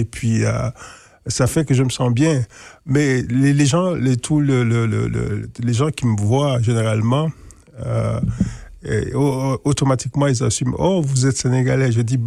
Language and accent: French; Côte d’Ivoire; moved away; je viens de Côte d'Ivoire. Parce que moi, je suis né en Côte d'Ivoire, j'ai grandi en Côte d'Ivoire. Et là, mes parents sont d'origine sénégalaise. Donc, généralement, je me présente comme quelqu'un qui est à cheval sur les deux cultures